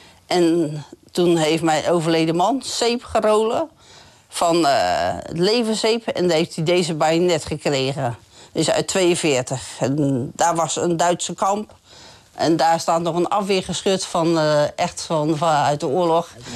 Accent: Vlaardingen, South Holland, Netherlands; Ik kom niet uit Brabant, maar wel uit Vlaardingen. Ja. Van oorsprong geboren in de Ruitenstraat.

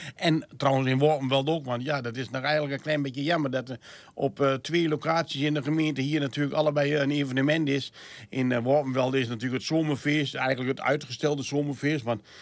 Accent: Heerde, Gelderland, Netherlands; accent: Heerde dialect

